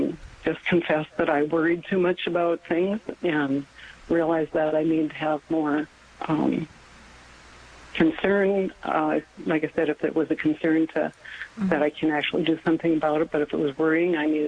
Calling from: North Dakota, United States; but I'm from North Dakota

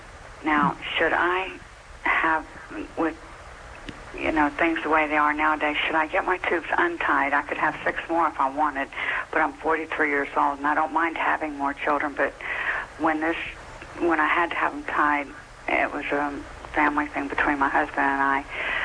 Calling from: DeLand, Florida, United States; Deland, Florida.

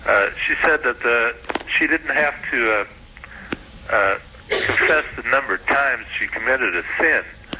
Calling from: Evansville, Indiana, United States; Evansville, Indiana.

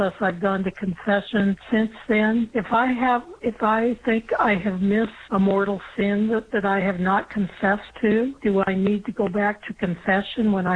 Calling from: Missouri, United States; I'm from Missouri.

